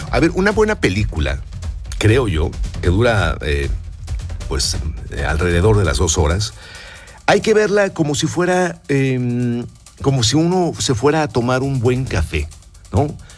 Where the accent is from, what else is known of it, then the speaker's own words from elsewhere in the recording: Mexico; soy mexicano